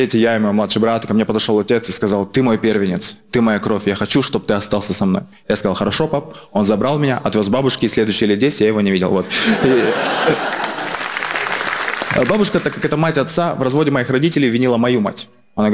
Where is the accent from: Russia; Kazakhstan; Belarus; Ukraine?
Kazakhstan; Я из Казахстана